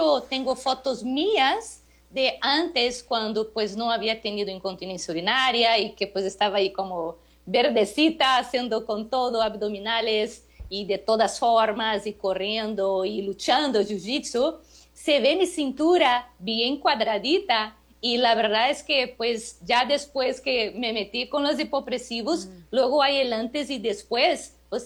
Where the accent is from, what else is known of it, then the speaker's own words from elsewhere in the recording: Brazil; Spanish is a second language; Así que para una brasileña amar la tortilla, eso es porque sí, ya soy